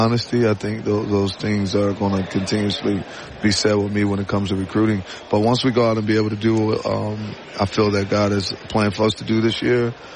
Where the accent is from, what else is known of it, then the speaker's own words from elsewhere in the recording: Camden, New Jersey, United States; moved away; Like, I am from New Jersey, born and raised in Camden, New Jersey. That means everything to me